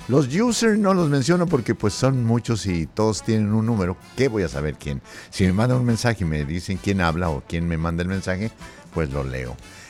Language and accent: Spanish; Tlaltenango, Zacatecas, Mexico; nació su servidor en la bellísima población de Tlaltenango, Zacatecas. Mi tierra natal.